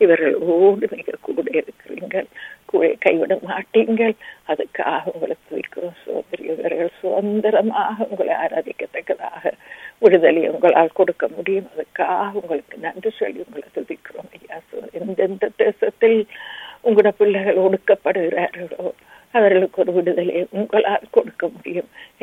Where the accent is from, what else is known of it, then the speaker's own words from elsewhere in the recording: Sri Lanka; நாங்கள் பிறந்து வளர்ந்த இலங்கை தேசத்துக்கு